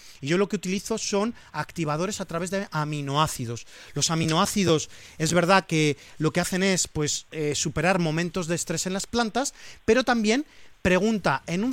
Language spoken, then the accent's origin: Spanish; Valencian Community, Spain